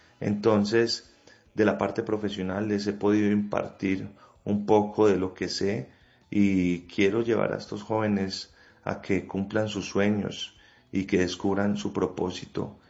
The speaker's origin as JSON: {"language": "Spanish", "town": "Manizales", "region": "Caldas", "country": "Colombia", "moved": "as an adult", "lives_now": "Amalfi, Colombia", "said": "Pues realmente yo soy de Manizales, ¿cierto? Hace 4 años, 5 estoy acá."}